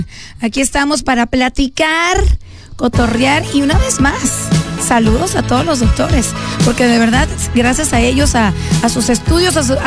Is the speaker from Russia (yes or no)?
no; Guanajuato, Mexico; moved away; me acuerdo de mi mamá que decía que el doctor que me veía de chiquita allá en Guanajuato